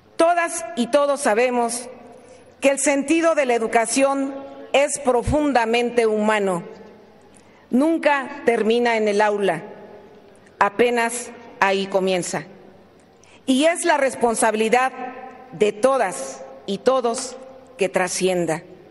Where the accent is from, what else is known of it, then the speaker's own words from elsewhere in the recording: Michoacán, Mexico; Vengo orgullosamente de Michoacán, de una familia de maestras y maestros